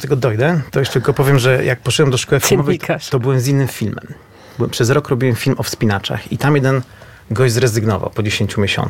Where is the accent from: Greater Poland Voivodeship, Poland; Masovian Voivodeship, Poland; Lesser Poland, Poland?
Masovian Voivodeship, Poland; Warsaw; bo jestem z Warszawy.